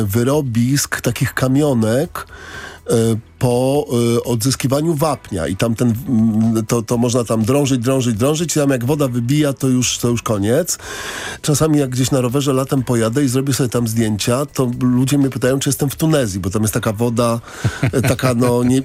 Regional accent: Prudnik, Opole Voivodeship, Poland; Ja pochodzę z Prudnika, to jest takie 50 km od Opola.

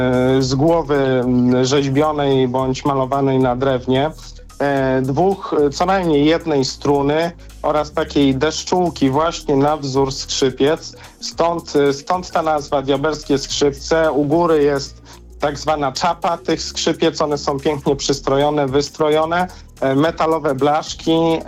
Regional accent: Pomeranian Voivodeship, Poland; my Kaszubi jesteśmy, no, bardzo konsekwentni w swoich działaniach.

